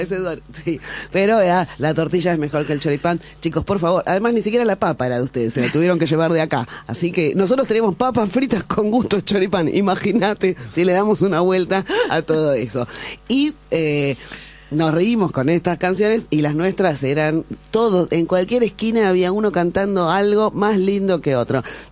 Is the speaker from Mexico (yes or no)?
no; Argentina; salíamos los argentinos a festejar en cualquier lado